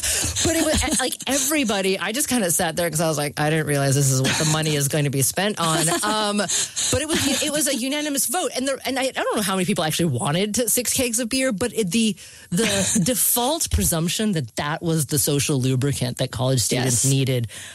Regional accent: Oregon, United States; I wasn't a partier in high school, but I did witness one or two cow tippings growing up in Oregon.

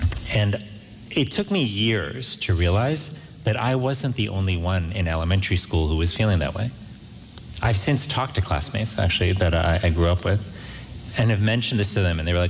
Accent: Miami, Florida, United States; Miami, Florida, which is where I grew up, although I must tell you, so many times when people realize that I was born in Miami and brought up in Miami

